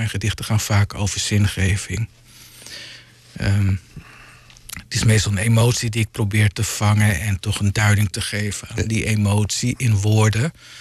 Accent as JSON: {"language": "Dutch", "region": "Western Cape", "country": "South Africa", "tie": "born or raised there", "moved": "yes", "said": "Het is eigenlijk een herinnering aan mijn jeugd in Zuid-Afrika, aan Blauwbergstrand."}